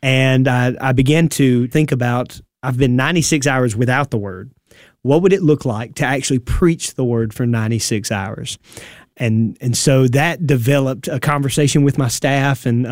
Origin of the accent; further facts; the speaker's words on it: United States; I grew up in Wayne County and then started pastoring right out of high school.